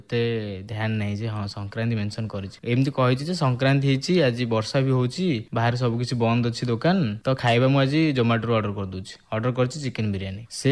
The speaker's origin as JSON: {"language": "Odia", "town": "Delang", "region": "Odisha", "country": "India", "tie": "born or raised there", "lives_now": "Puri, India", "said": "Actually ମୋ ଘର ହେଉଛି ଡେଲାଙ୍ଗ, ପୁରୀରେ ହିଁ ବଟ୍ ଡେଲାଙ୍ଗ ଘର।"}